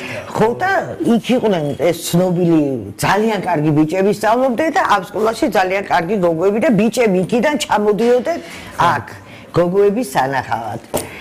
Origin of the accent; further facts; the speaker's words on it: Tbilisi, Georgia; მე დავიბადე ბელისკის ქუჩაზე, ანუ ვერაზე, თარხიშვილის ქუჩაზე იმ სამშობიაროში